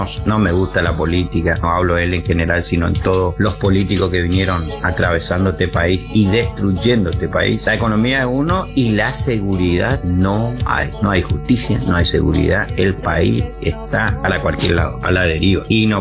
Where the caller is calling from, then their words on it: Argentina; del Barrio Sur.